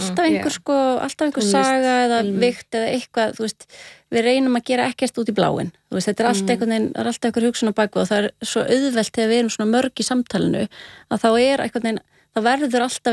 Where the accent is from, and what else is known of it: Mosfellsbær, Capital Region, Iceland; born or raised there